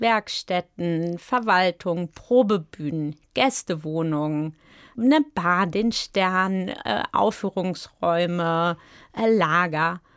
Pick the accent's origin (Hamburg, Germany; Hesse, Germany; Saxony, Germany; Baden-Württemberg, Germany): Hesse, Germany; Wiesbaden; Und für mich, ich komme aus Wiesbaden.